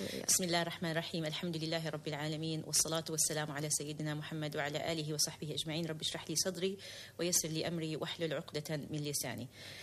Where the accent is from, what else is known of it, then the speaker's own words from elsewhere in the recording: New Zealand; I grew up in New Zealand.